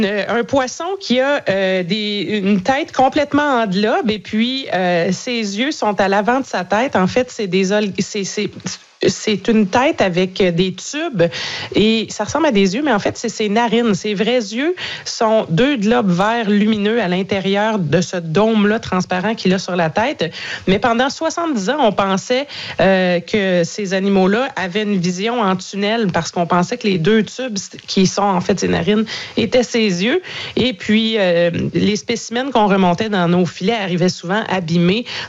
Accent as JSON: {"language": "French", "country": "Canada", "said": "qui sont ces animaux de chez nous au Canada"}